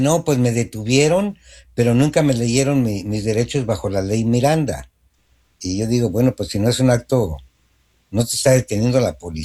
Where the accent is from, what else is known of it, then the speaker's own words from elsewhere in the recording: Mexico City, Mexico; born there; moved away; Pues yo nací en el DF, hijo.